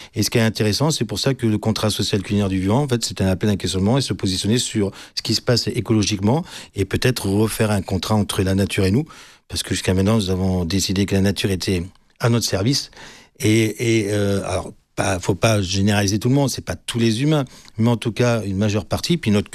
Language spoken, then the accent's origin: French; Mandelieu-la-Napoule, Provence-Alpes-Côte d'Azur, France; also born or lived in Cannes; je suis de Mandelieu à la base. Alors j'ai deux villes de cœur, Mandelieu et Cannes, parce que Mandelieu, c'est là où j'ai vécu mon enfance, où j'ai vécu.